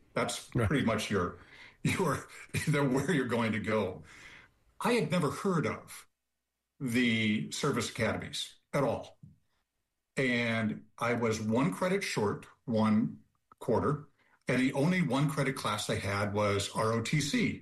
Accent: Fridley, Minnesota, United States; born or raised there

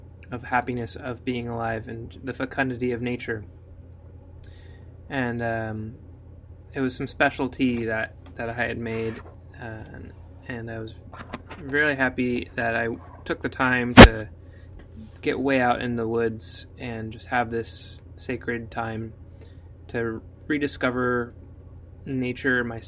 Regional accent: Everett, Washington, United States; moved away as an adult; now in Port Townsend, United States; I moved to Port Townsend from my hometown of Everett

